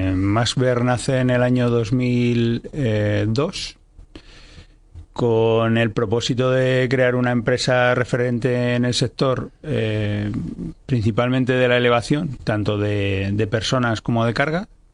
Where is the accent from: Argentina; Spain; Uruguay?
Spain; born there; moved away; also born or lived in Madrid